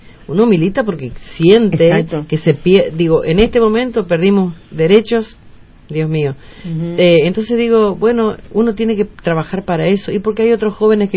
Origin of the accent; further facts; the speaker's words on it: General Pinedo, Chaco, Argentina; yo soy de General Pinedo.